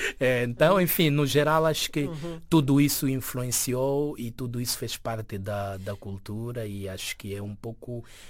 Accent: Nampula, Mozambique; first language Portuguese and Emakhuwa; moved away as an adult; also born or lived in Cuamba / Memba; now in Coimbra, Portugal; Eu cresci em Nampula, nasci e cresci em Nampula, mas também vivi um tempo em Kwamba e um tempo em Memba. Kwamba é a segunda cidade, né, da província do Niassa.

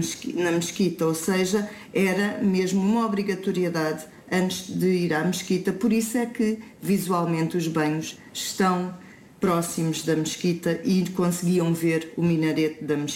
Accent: Algarve, Portugal; a água é algo que a nós nos preocupa muito como algarvios

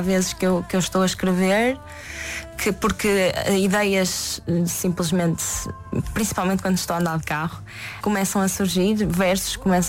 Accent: Portugal; Sou de Oliveira das Meias, Porto, Aveiro, por aí

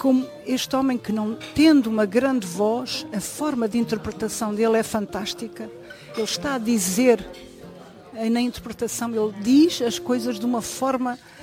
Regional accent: Lisbon, Portugal; Ah, eu sou, bem, residentemente eu sou da Moraria, sem dúvida.

